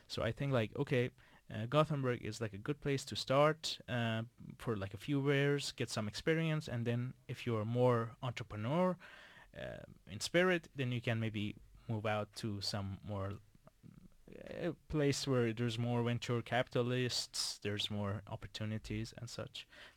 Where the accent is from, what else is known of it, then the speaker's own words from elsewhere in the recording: Iran; English is a second language; Like, I come from Iran, and it's not much more warmer, but it's a bit warmer than here.